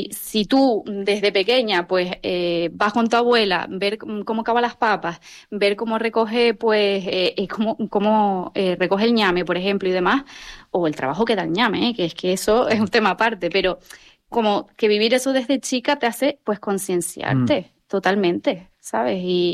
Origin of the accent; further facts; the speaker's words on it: La Palma, Canary Islands, Spain; En gallegos, yo soy de La Palma. Por parte de mi madre en el norte de la isla, en Gallegos